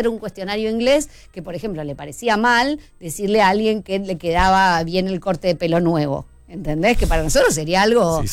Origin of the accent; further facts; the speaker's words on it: Argentina; nos unimos todos como argentinos